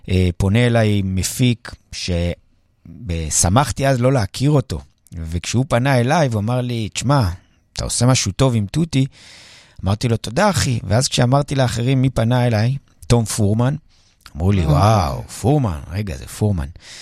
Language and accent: Hebrew; Jerusalem, Jerusalem District, Israel; born there